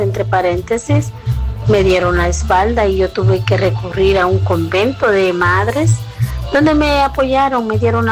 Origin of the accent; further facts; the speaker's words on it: El Salvador; Pues ya estoy aquí en mi país natal, El Salvador, y muy feliz.